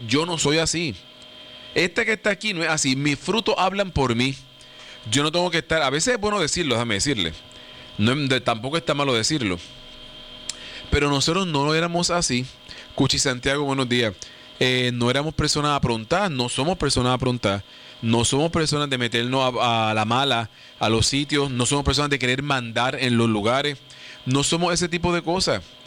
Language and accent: Spanish; San Germán, Puerto Rico; Mi papá es sanjermeño también. Mis abuelos vivieron aquí en San Germán toda su vida. Yo he vivido en San Germán toda mi vida desde que nací. En la misma casa toda mi vida. He trabajado toda mi vida en San Germán.